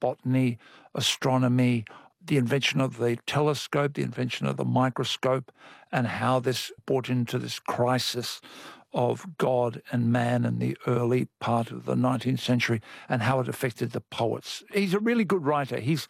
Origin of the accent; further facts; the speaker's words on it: Brisbane, Queensland, Australia; Brisbane in the Second World War. So that was another wave that came with the book, was reading about my hometown so beautifully and, you know, with criticism in there and, you know, just the architecture and, you know, a river city